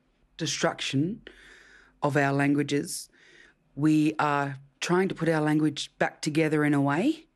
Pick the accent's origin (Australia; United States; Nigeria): Australia; South Australia; first language Ngarrindjeri; English is a second language; I am a proud, strong Ngarrindjeri woman from South Australia. I am sharing a little bit of my mother tongue, the Ngarrindjeri language.